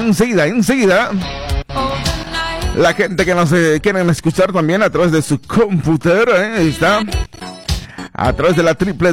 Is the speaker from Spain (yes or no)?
no; Santa Cruz, Bolivia; now in Argentina; Somos de Santa Cruz